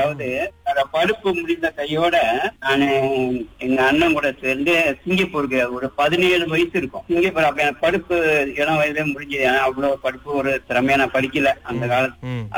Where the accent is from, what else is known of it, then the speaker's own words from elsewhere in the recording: Port Dickson, Negeri Sembilan, Malaysia; now in Seremban, Malaysia; என்னோட வயது வந்து இப்போது 68. இப்ப நான் பிறந்து வளர்ந்து எல்லாம் வந்து நெகிரி செம்பிலான் போட்டிக்ஸன் மாவட்டத்துல தெங்காங் தோட்டம். பொதுவாக தெங்காங் தோட்டம்னா அந்த காலத்துல போட்டிக்ஸன் வட்டாரத்துல ஒரு பிரபலமான ஒரு தோட்டம்.